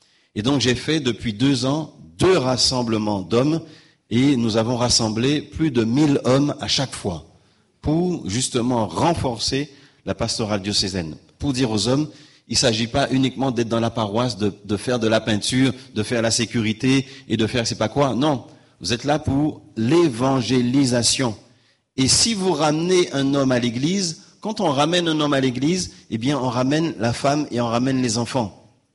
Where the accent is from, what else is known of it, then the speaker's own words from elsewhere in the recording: Guadeloupe; Chez nous, en Guadeloupe